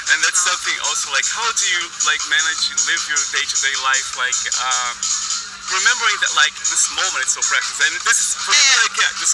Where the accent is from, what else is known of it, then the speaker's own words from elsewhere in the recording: Brazil; I grew up really poor in Brazil. Like, I did, you know, traveled around different lives, guided me here and stuff.